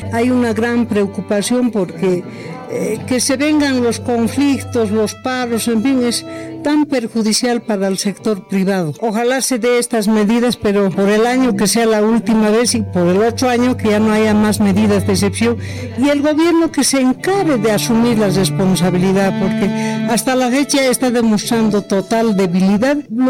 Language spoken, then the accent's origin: Spanish; Bolivia; como buenos bolivianos queremos empujar el bienestar del país